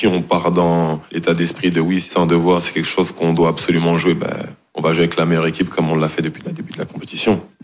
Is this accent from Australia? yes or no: no; France; je pense qu'on a un devoir en tant que Français, en tant que joueur de l'équipe de France.